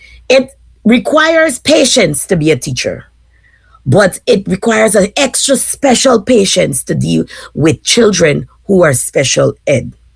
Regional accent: Guyana; moved away as an adult; So I will start with the fact that I grew up in Guyana. I only migrated here approximately about 10 years.

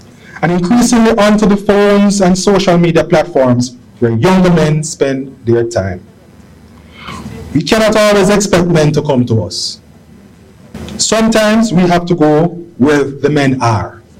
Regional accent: Jamaica; And as a Jamaican man

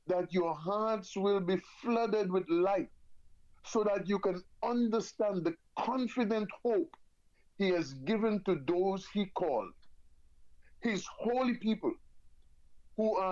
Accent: St. Kitts & Nevis; Even though I'm from St. Kitts, I love my Jamaican food.

